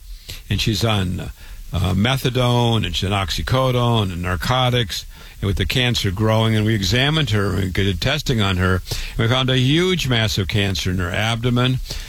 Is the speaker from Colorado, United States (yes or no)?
no; Waterloo, Iowa, United States; I was born and raised in Waterloo, Iowa, thousands of miles from here.